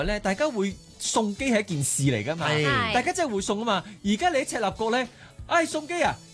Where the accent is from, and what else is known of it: Hong Kong